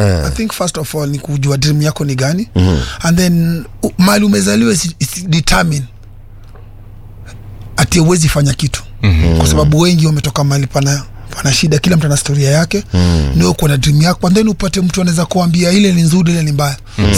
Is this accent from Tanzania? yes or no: no; Nairobi, Kenya; tumetoka Maringo.